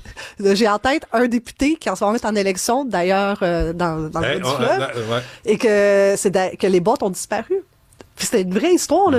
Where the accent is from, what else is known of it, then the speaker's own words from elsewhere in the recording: Morocco; Ne votez pas pour moi parce que je suis marocaine.